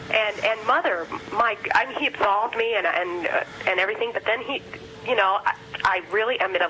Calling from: Milwaukee, Wisconsin, United States; I'm from Milwaukee, Wisconsin.

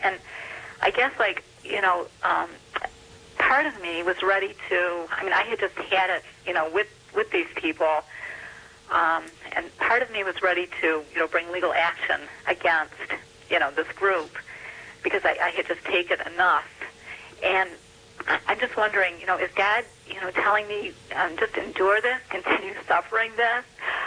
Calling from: Livonia, Michigan, United States; Yes, this is … I'm calling from Livonia, Michigan

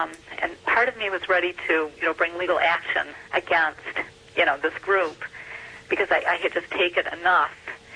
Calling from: Livonia, Michigan, United States; I'm calling from Livonia, Michigan

